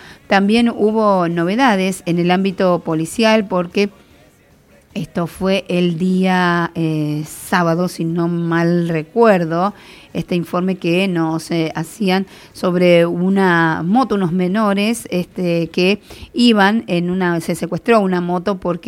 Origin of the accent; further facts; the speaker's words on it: Argentina; Pero vio que si no se sufre, no somos argentinos.